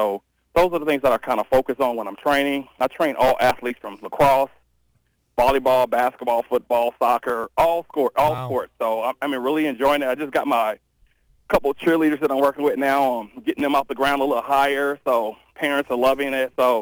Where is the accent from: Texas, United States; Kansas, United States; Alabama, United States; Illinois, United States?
Illinois, United States; East St. Louis